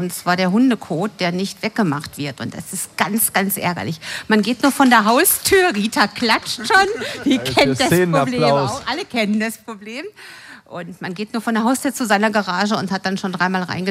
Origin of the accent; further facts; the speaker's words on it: Duisburg, North Rhine-Westphalia, Germany; born there; also born or lived in Neumühl, Duisburg; Geboren in Meiderich, da gewohnt, dann nach Neumühl gezogen und jetzt in Ruhrort und da bleibe ich auch.